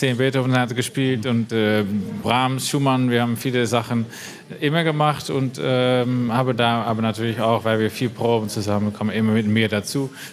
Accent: Rotterdam, South Holland, Netherlands; German is a second language; ich komme aus den Niederlanden, ich komme aus Rotterdam

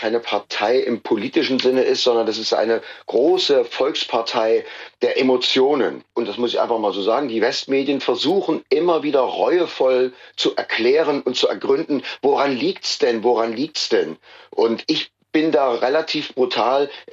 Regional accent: East Germany, Germany; Weil ich als Ossi die Stimme erhebe und einfach versuche, auch als Stimme des Ostens sozusagen laut zu sein

